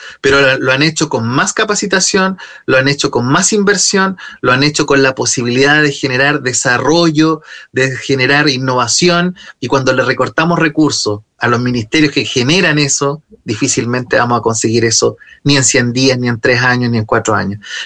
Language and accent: Spanish; Chile; desafíos que tenemos como chilenos y chilenas